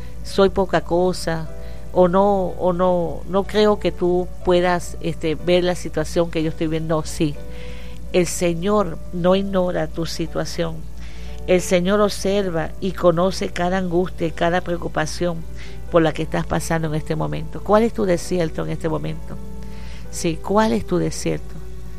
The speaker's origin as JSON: {"language": "Spanish", "country": "Venezuela", "said": "La situación que estamos viviendo como venezolanos aquí en Venezuela ahorita"}